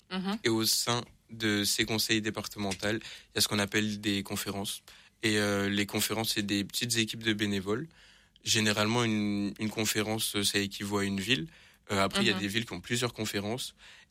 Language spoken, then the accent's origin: French; Montpellier, Occitanie, France; now in Île-de-France, France; parce que j'étais dans une nouvelle ville, parce que de base, je viens de Montpellier.